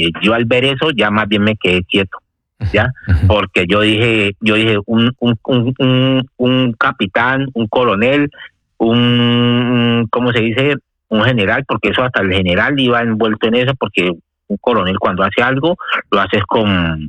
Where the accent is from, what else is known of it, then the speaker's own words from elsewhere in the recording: Colombia; moved away as an adult; he ido como dos veces para Colombia y nunca ya no puedo volver a entrar. Y yo con tal de ir a Colombia, porque yo mi tierra la quiero mucho.